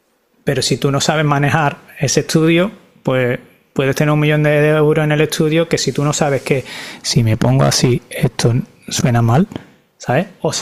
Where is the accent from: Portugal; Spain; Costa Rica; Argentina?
Spain; Seville, Andalusia; now in Barcelona, Spain; yo soy de Sevilla, pero estoy viviendo en Barcelona